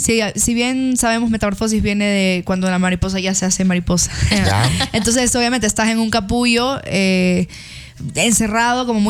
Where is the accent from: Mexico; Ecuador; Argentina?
Ecuador; Guayaquil, Guayas; now in Quito, Ecuador; Yo soy de Guayaquil. Ya vieron mi acento.